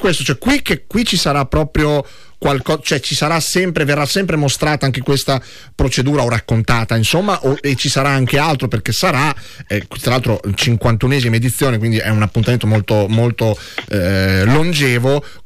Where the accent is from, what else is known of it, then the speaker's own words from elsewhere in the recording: Emilia-Romagna, Italy; siamo romagnoli.